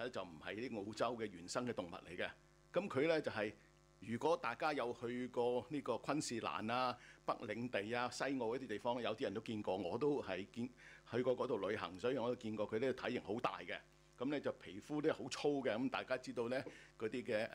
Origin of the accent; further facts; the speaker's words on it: China; 我哋中國人咧中意食田雞啦